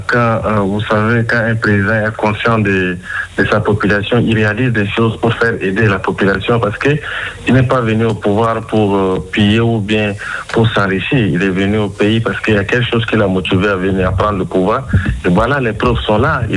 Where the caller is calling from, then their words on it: Chad; chez moi au Tchad